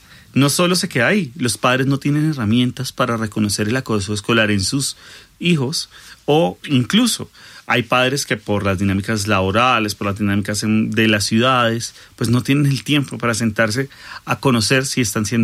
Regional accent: Colombia; Nosotros como colombianos normalizamos muchos hechos de violencia

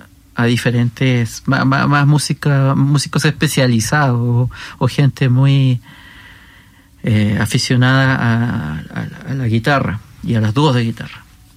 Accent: Magallanes and Chilean Antarctica, Chile; hay aficionados al truco en Magallanes, en la Patagonia, donde yo soy.

